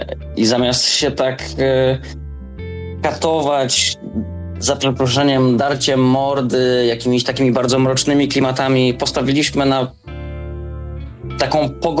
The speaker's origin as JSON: {"language": "Polish", "region": "Greater Poland Voivodeship", "country": "Poland", "lives_now": "Poznań, Poland", "said": "my jesteśmy wszyscy okolice Poznania, wszyscy mieszkamy w Poznaniu, natomiast tam pochodzimy z różnych miejsc, ale też z tych okolic. Ostrów Wielkopolski, Jarocin, Poznań."}